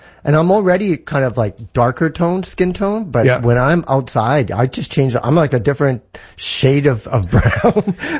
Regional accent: Canada; I'm Canadian.

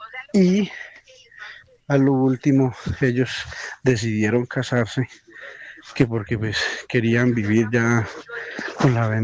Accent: Chinchiná, Caldas, Colombia; Yo soy de Caldas. Yo soy de Chinchiná, Caldas.

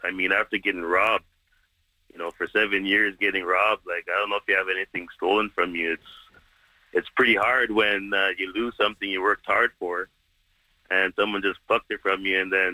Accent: Toronto, Ontario, Canada; I'm born and raised in Toronto. You know, I'm 48 years old.

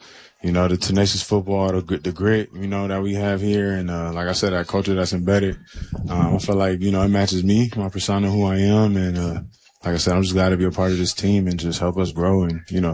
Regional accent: California, United States; I'm from Cali, so you know, I'm a taco man. I love my Mexican food.

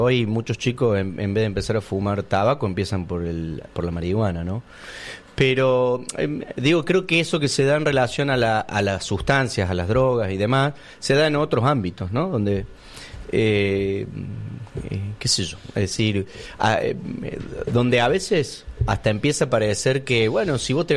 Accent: Argentina

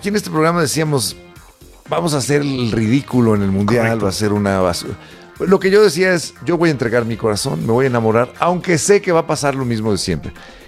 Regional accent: Mexico; la gran familia que somos nosotros mexicanos.

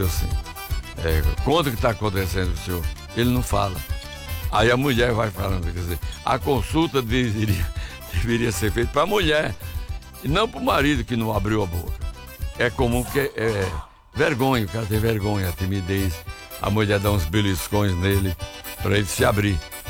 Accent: Brazil; Brazilian, Brazilian

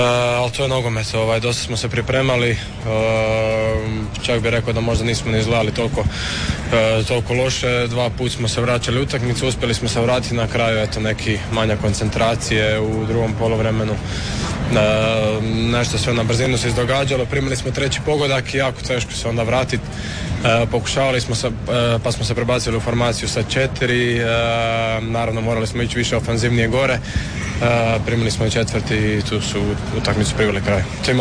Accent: Croatia; ali mi smo Hrvati, imamo tu glavu

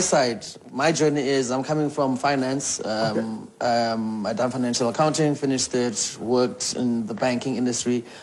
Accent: South Africa; Yes, we are South African

